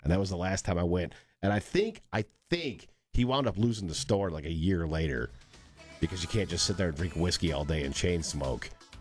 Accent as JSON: {"language": "English", "region": "Michigan", "country": "United States", "tie": "born or raised there", "said": "Growing up in Michigan, every can is 10 cents"}